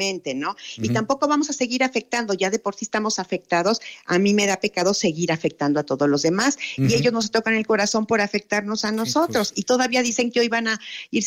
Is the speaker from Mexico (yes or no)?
yes; Mexico; Y me siento como mexicana tan impotente.